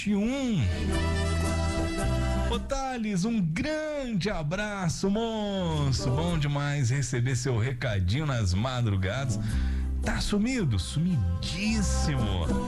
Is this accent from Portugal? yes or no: no; São Luís, Maranhão, Brazil; Ah, eu também sou de São Luís, viu, Maranhão?